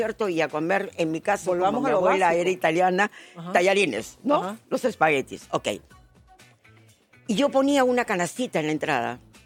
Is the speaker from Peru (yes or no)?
yes; Peru; sí, soy peruana.